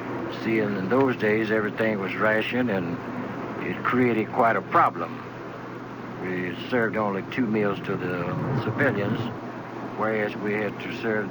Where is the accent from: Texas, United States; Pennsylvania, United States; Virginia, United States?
Texas, United States; now in Los Angeles, United States; I'm really from Texas, and I moved to Los Angeles been out there ever since.